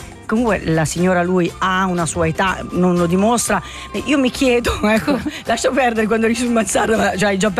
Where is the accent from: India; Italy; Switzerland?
Switzerland; Biasca, Ticino; Sono proprio di Biasca.